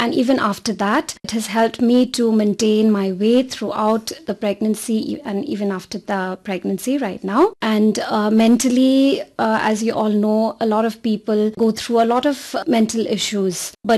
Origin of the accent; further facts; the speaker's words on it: Shillong, Meghalaya, India; moved away as an adult; also born or lived in Chennai; now in Shillong, India; And since I'm from Shillong, there's always been an urge to just come back home